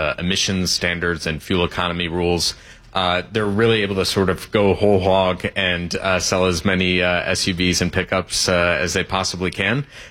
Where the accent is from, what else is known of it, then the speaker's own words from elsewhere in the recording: Michigan, United States; I grew up in Michigan, been around these companies a long time.